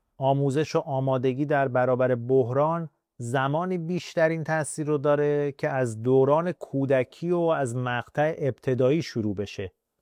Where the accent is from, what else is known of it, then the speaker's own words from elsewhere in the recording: Kunar, Afghanistan; در زادگاه من، ولایت کنر در شرق افغانستان